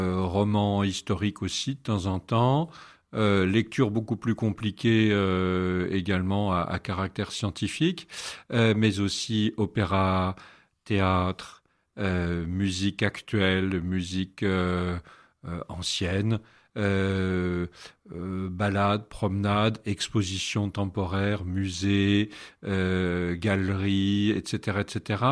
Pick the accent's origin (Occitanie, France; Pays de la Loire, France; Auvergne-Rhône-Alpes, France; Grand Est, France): Grand Est, France; Metz; Oui, je suis messin, je suis né à Metz et j'ai fait toutes mes études, tout mon parcours à Metz